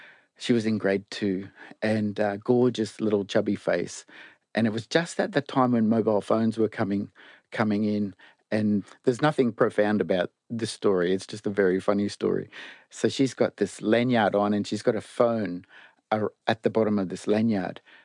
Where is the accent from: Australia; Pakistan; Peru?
Australia; Bundaberg, Queensland; I knew that I'm from Bundaberg, I was working in Cherbourg, and as a black fella, I was going to head all over the country.